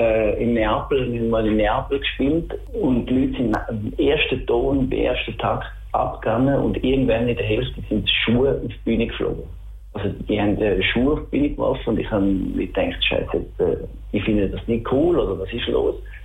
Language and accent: German; Schaffhausen, Switzerland; accent: Schaffhausen dialect; moved away as an adult; now in Zurich, Switzerland; der Bezug auf Schaffhausen ist natürlich da, weil das unsere Kindheit ist, unsere Jugendzeit, wir angefangen haben dort Musik zu machen. Das ist schon ein Stück Heimat.